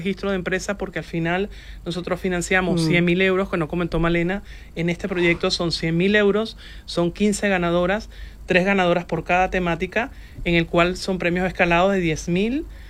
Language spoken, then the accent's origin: Spanish; Valencia, Carabobo, Venezuela; Por mi ciudad natal de Valencia.